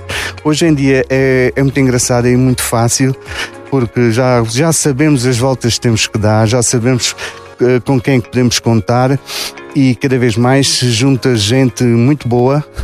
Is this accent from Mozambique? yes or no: no; Portalegre, Alentejo, Portugal; eu também sou da Penha.